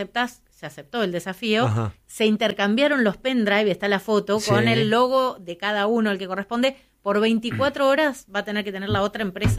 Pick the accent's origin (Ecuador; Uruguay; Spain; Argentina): Argentina; Gualeguay, Entre Ríos; Yo soy gualeya